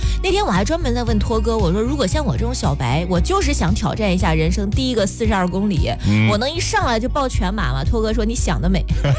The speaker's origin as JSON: {"language": "Chinese", "town": "Zhengzhou", "region": "Henan", "country": "China", "said": "这个路线对于咱们郑州人来讲是属于我们的精华路线"}